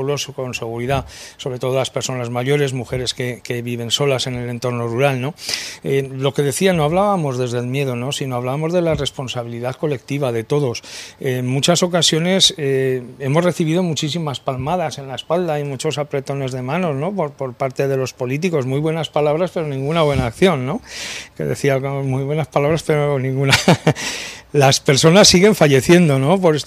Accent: Muniesa, Aragon, Spain; quiero mandar un saludo a mi pueblo, a Muniesa, que me dicen muchas veces que te veo en la televisión

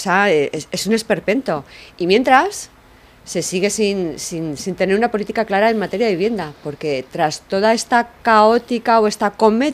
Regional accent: Spain

